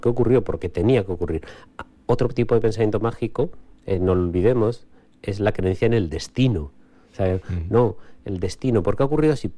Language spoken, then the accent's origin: Spanish; Huesca, Aragon, Spain; Cuando yo salía aquí en mi adolescencia en Huesca, bueno, eso a finales de los 80, pues yo tendría 18, 20 años.